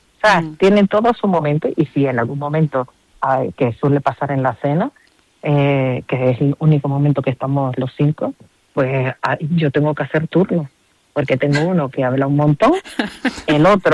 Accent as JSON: {"language": "Spanish", "region": "Canary Islands", "country": "Spain", "said": "Y yo, como buena canaria, que a veces no gusta llenar el chacán, pues intento meter alguna cosilla más"}